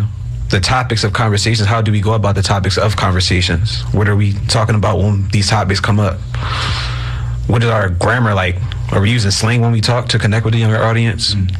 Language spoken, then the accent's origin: English; Philadelphia, Pennsylvania, United States